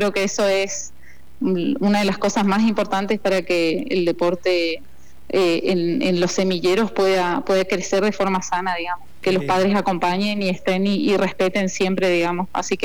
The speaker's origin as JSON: {"language": "Spanish", "town": "Oberá", "region": "Misiones", "country": "Argentina", "said": "Y yo soy de Oberá."}